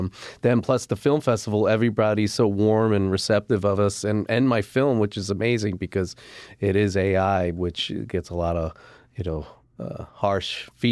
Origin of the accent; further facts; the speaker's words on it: Florida, United States; we're from Florida, so never been out to this side of the country